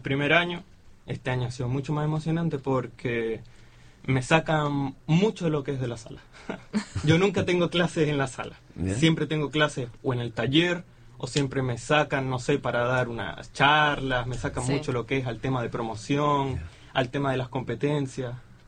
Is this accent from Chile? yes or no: yes; Linares, Maule, Chile; yo soy acá también